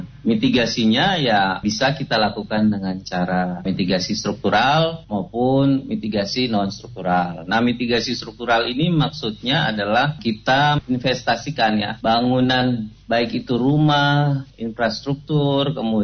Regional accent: Gorontalo, Indonesia; Jadi memang daerah saya, khususnya di Indonesia, khususnya di Gorontalo itu memang punya karakteristik tektonik yang memiliki zona megatrust juga.

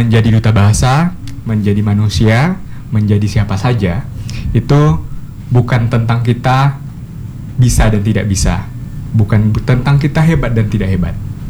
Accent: West Kalimantan, Indonesia; born there; Saya sebagai anak daerah ini

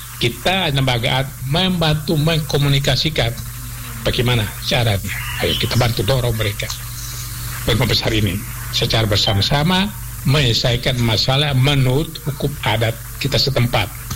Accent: Ende, East Nusa Tenggara, Indonesia; Pertama zaman kita harus akomodir, tapi tidak boleh menghilangkan identitas kita sebagai orang ND.

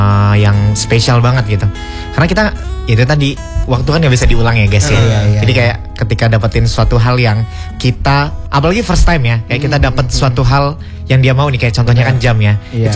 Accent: Pugung Raharjo, Lampung, Indonesia; boneka itu pernah ketinggalan di kampung gue. Demi gue pengen ngambil balik lagi, gue nangis-nangis di Pugung Harjo sana.

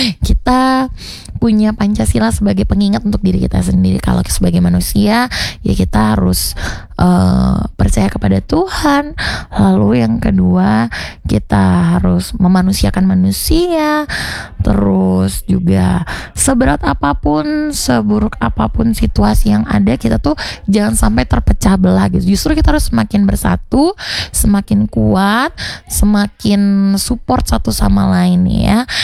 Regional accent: Indonesia; kita di Indonesia

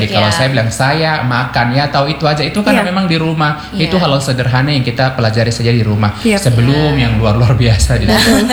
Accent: Biak, Papua, Indonesia; Indonesian is a second language; Daripada bahasa saya dari Biak itu lebih tidak mengerti lagi.

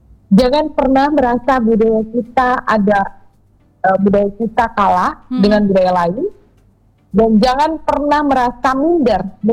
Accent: Papua, Indonesia; budaya asal saya, yaitu di Papua, karena di sini saya Papua.

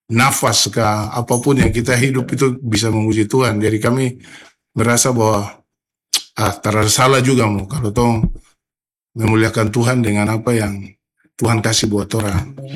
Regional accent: Papua, Indonesia; kita orang Papua

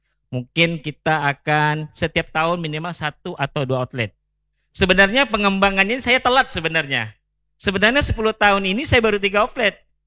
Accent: Pontianak, West Kalimantan, Indonesia; Kita memang orang asli Kota Pontianak.

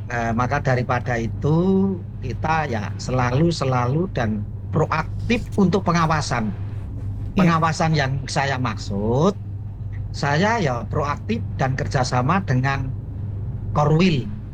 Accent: Java, Indonesia; alasan saya orang Jawa.

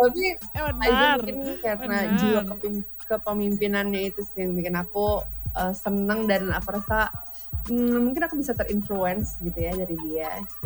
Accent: Jakarta, Indonesia; Mamaku tuh orang Sukabumi, papaku tuh orang Jakarta, Bandung Purwakarta. Tapi memang aku tuh udah lahir besar di Jakarta dan keluargaku semuanya udah di Jakarta, jadi aku nggak pernah pulang kampung

